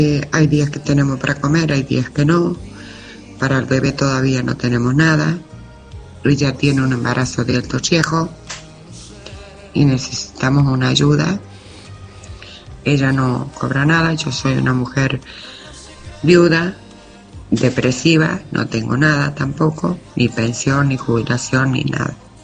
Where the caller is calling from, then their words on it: Villa Mercedes, San Luis, Argentina; porque somos de Villa Mercedes.